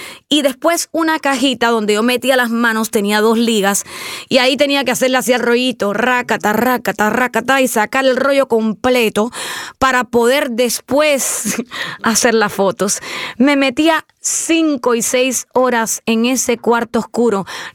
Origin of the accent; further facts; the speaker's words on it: Cuba; Y yo soy cubana, y las poesías de José Martí yo me las recitaba en ese momento